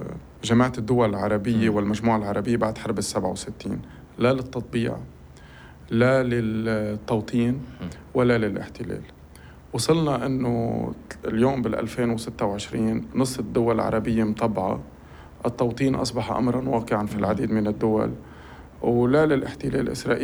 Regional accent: Lebanon; الجزء الأساسي اللي نحن كلبنانيين

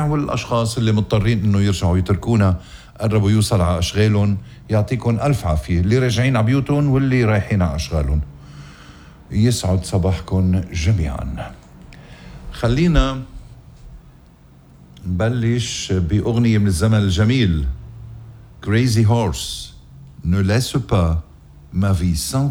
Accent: Lebanon; بتوقيت وطننا لبنان. ماذا يحدث في وطني لبنان؟

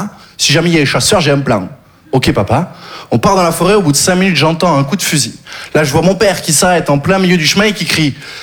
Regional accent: Occitanie, France; Je viens du sud, j'ai grandi dans le Gard. Le Gard, vous connaissez? Disneyland pour les chasseurs.

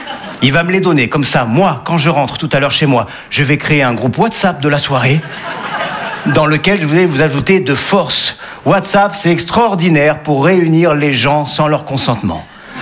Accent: Nice, Provence-Alpes-Côte d'Azur, France; Eh ouais, je suis niçois, les amis. Ouais. Humoriste humoriste niçois.

